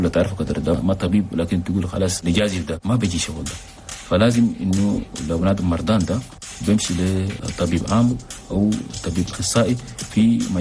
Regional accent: Chad; هسه ما ده بس عندنا في تشاد ده النظام السائد ده يعني يدير له شيء تغيير

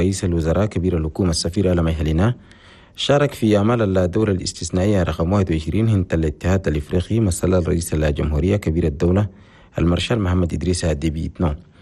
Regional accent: Chad; بلدنا تشاد

